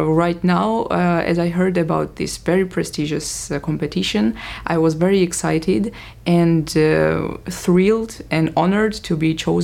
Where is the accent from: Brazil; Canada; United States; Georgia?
Georgia; Tbilisi; from Tbilisi, Georgia, and I began playing piano at a very early age of 5.